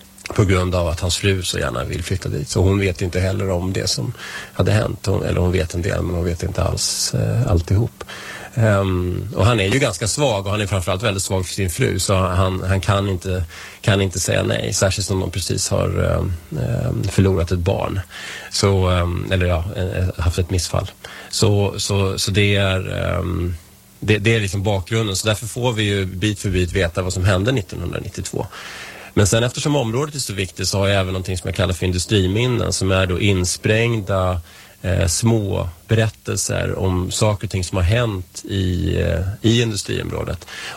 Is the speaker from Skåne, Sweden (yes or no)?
no; Vällingby, Stockholm County, Sweden; also born or lived in Strängnäs; now in Nacka, Sweden; Jag kommer ju inte härifrån. Jag kom från Vällingby från början och sen har jag bott i stan och jag har bott i Strängnäs då, som sagt.